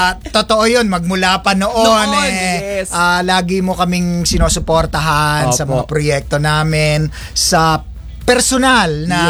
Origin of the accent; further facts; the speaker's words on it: Manila, Metro Manila, Philippines; also born or lived in Sampaloc, Manila; Yes, actually, I was born in Sampaloc, sa Domingo Santiago Street. Doon ako pinanganak. Pero nung medyo lumalaki na ako, tumira din kami sa Santa Cruz, Manila.